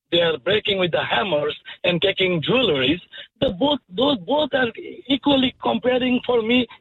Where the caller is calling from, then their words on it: North York, Ontario, Canada; North York.